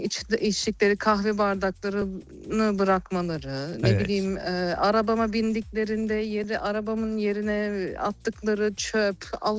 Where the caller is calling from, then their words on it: Frankfurt, Hesse, Germany; Frankfurt'tan arıyorum.